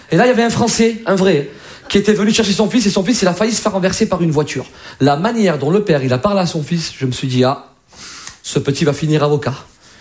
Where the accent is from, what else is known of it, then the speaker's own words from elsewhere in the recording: Algeria; Ah, alors moi je vous parle d'Algérie parce que je suis originaire d'Algérie. Je m'y rends souvent, pas par plaisir, hein, parce que j'ai de la famille là-bas.